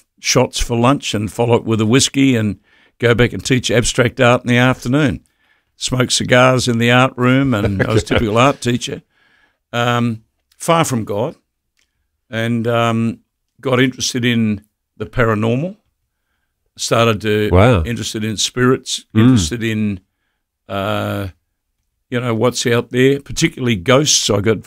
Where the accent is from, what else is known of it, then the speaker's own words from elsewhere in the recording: Bendigo, Victoria, Australia; as a boy, I grew up in Bendigo. My dad was in the army.